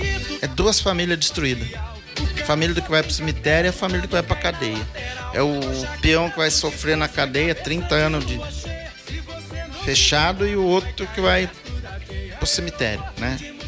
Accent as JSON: {"language": "Portuguese", "country": "Brazil", "said": "Tenho sangue brasileiro, sou brasileiro."}